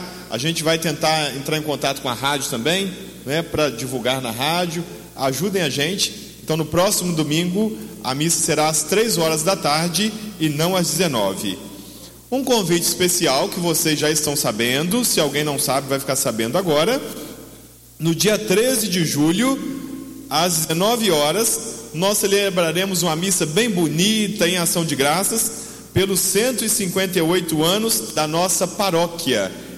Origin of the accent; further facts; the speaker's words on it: Brazil; Então nós somos brasileiros.